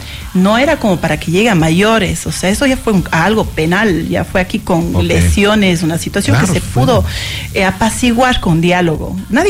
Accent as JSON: {"language": "Spanish", "town": "Cuenca", "region": "Azuay", "country": "Ecuador", "said": "Ya sabes cómo somos los cuencanos, nos quejamos de todo."}